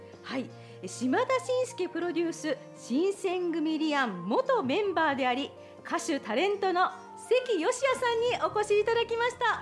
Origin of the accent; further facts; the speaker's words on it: Nagoya, Aichi, Japan; moved away; お盆は、地元の名古屋に帰り